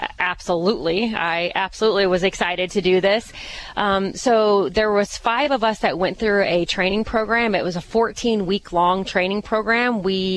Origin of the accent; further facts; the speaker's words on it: Pawnee, Illinois, United States; Actually, born and raised in Pawnee.